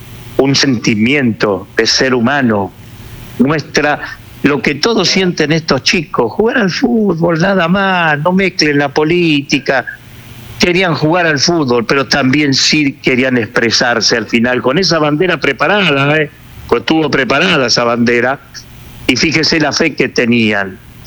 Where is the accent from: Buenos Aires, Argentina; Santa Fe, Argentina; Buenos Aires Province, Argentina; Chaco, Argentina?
Santa Fe, Argentina; Rosario; como acá en mi tierra, en mi provincia de Santa Fe